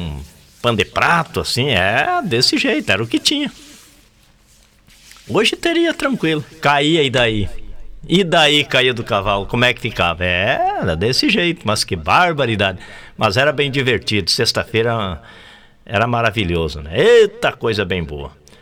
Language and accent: Portuguese; Rodeio Bonito, Rio Grande do Sul, Brazil; moved away; lá na minha querência, lá no Rodeio Bonito, lá onde eu me criei